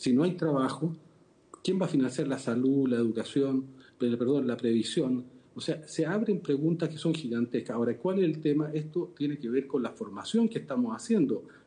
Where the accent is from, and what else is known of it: Chile